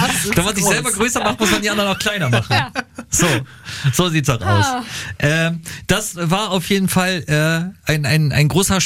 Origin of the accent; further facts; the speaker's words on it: Lower Saxony, Germany; ich komm aus Niedersachsen, wir kommen vom Dorf. Für uns ist Hannover immer noch die große, weite Welt.